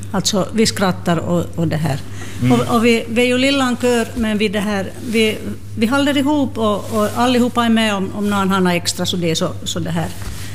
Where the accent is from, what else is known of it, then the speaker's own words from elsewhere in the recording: Kaustinen, Central Ostrobothnia, Finland; born there; moved away as an adult; now in Nedervetil, Finland; Jag är född i Kaustby.